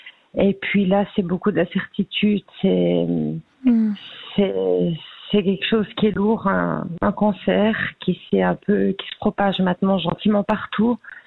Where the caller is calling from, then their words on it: Baden, Aargau, Switzerland; De la région d'Argovie.